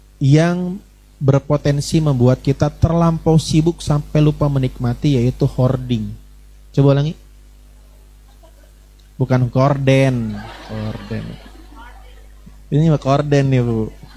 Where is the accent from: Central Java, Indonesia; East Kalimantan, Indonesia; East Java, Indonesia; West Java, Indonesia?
Central Java, Indonesia; Brebes; Saya asalnya dari Brebes, Jawa Tengah.